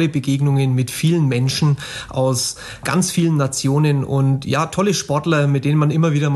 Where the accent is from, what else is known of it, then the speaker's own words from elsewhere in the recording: Roth, Bavaria, Germany; Ja, also für mich als Roter und Polizist ist es natürlich ein absolutes Highlight im Jahr.